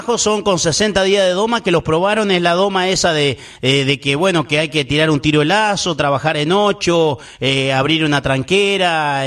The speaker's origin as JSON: {"language": "Spanish", "town": "Villa Moll", "region": "Buenos Aires Province", "country": "Argentina", "moved": "yes", "lives_now": "Moquehuá, Argentina", "said": "yo soy de Villamol, pertenezco a Navarro, aunque vivo en Moquegua, partido de Chivilcoy"}